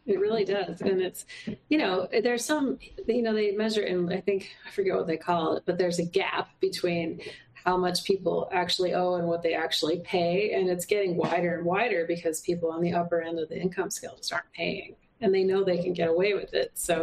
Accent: Ogden, Utah, United States; I'm from Ogden, Utah

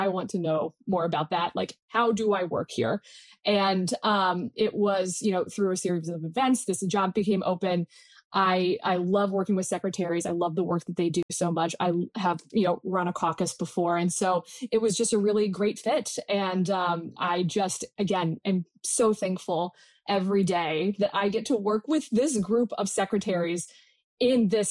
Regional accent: Indiana, United States; now in Nevada, United States; Yeah, well, I'm originally from Indiana, and I've spent the past decade of my career working on races up and down the ballot in Nevada.

